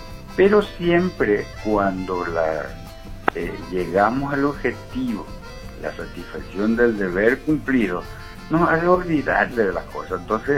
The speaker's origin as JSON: {"language": "Spanish", "country": "Paraguay", "said": "nos apoyemos como paraguayos"}